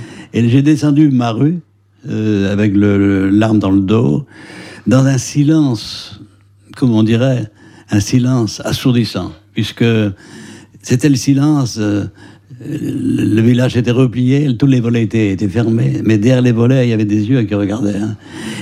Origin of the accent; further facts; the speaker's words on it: Douarnenez, Brittany, France; Je suis arrêté, sans aucun mérite de ma part, à Poule-David, dans mon village natal, Poule-David-sur-Mer